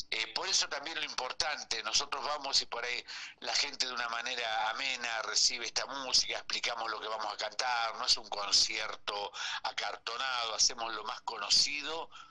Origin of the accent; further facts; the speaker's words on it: Mar del Plata, Buenos Aires Province, Argentina; now in Buenos Aires, Argentina; De Mar del Plata, sí, marplatense, y María José también. Lo que pasa es que nos radicamos en Capital Federal